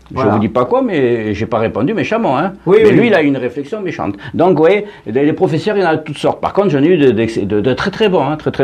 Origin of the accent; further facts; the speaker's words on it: Algeria; now in France; je suis français d'Algérie, et ils nous prenaient pour des SS, des OAS, des colons